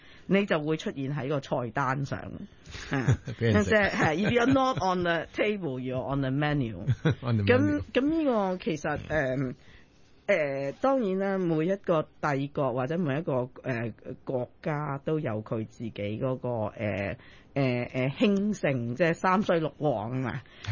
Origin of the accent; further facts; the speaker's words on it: China; 咁我哋而家中國即係作為一個中國人喺生存喺依一個時代係開心好多嘅